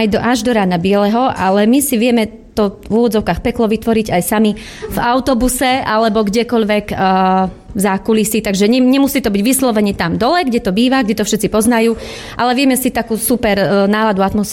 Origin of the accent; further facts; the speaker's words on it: Hrochoť, Banská Bystrica Region, Slovakia; doma na Hrochoti